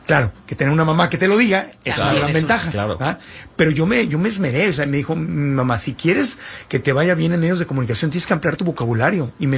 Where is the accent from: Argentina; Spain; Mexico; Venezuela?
Mexico; Tijuana, Baja California; yo nací y crecí en Tijuana, le mando un abrazo con mucho cariño a la gente de Tijuana.